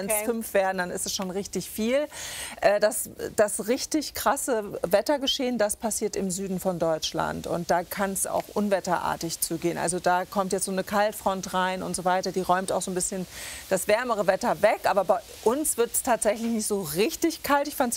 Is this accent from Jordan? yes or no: yes; Jordan; Wie bei uns in Jordanien in Wadi Rum, so rot.